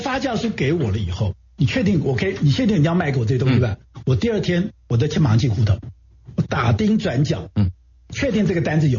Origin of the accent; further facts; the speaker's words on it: Taiwan; 我们台湾人为了要别人不给我们武器，我们就自己发展武器。